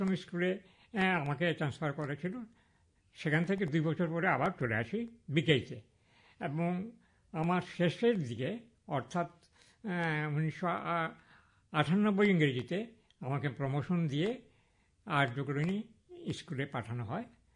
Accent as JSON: {"language": "Bangla", "town": "Agartala", "region": "Tripura", "country": "India", "tie": "born there", "also_born_or_lived": "Silchar, Assam / a tea garden in India (birthplace)", "lives_now": "Belonia, India", "said": "এখানে আগরতলাতেই আমার এই কৈশোর, তারপর যৌবনের অনেকখানি অংশ কেটেছে। আমি আগরতলা উমাকান্ত একাডেমির ছাত্র ছিলাম।"}